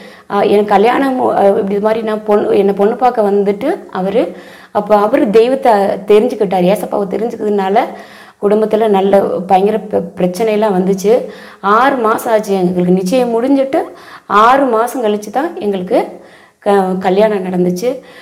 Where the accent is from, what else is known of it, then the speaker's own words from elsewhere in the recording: Kambam, Tamil Nadu, India; நான் பிறந்து வளர்ந்ததெல்லாம் தமிழ்நாட்டில் கம்பத்தில் வளர்ந்தது, படித்தது எல்லாம் அங்கே தான் நான் படித்து வளர்ந்தேன்.